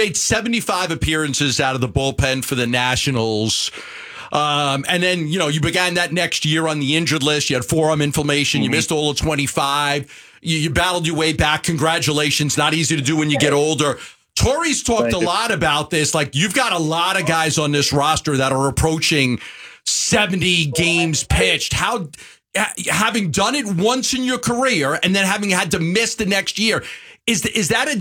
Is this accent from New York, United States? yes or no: yes; New York, United States; I'm a New Yorker, but I spent a lot of time in Florida